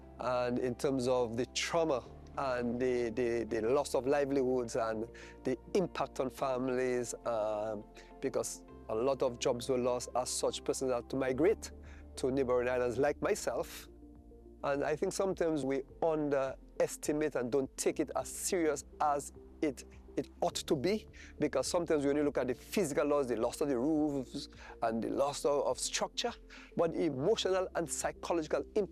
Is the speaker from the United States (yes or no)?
no; Dominica; moved away as an adult; now in Nevis, Saint Kitts and Nevis; I am from Dominica.